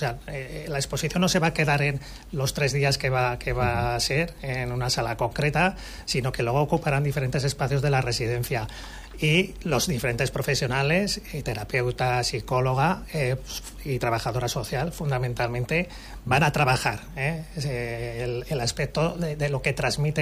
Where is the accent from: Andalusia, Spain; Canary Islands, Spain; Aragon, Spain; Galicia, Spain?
Aragon, Spain; Monreal del Campo; Yo soy de Monreal, Maribel es de Bueña, y está claro que aquí hay una vinculación clara entre el Jiloca y la comunidad de Teruel.